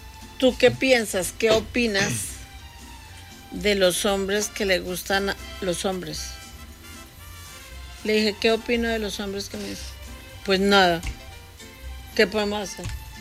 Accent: Colombia; now in Spain; Ya no es que porque estamos en España ahora somos españoles y no sabemos, yo sigo siendo colombiana

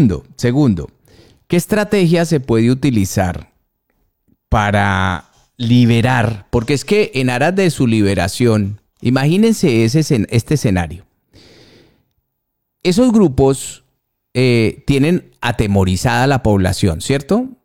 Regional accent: Colombia; Nosotros somos frontera con Perú, con Brasil, con Venezuela.

